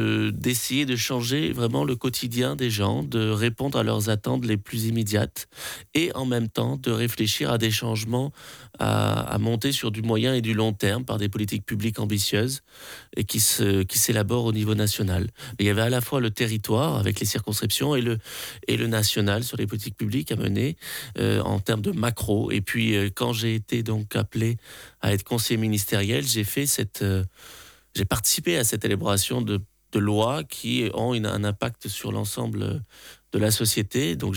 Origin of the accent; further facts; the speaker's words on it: Nîmes, Occitanie, France; je suis nîmois, je suis né à Nîmes, il y a 44 ans de cela.